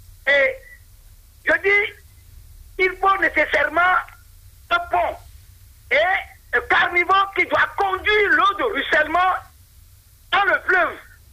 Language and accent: French; Sèmè-Kpodji, Ouémé, Benin; je viens de la commune de Sémékodi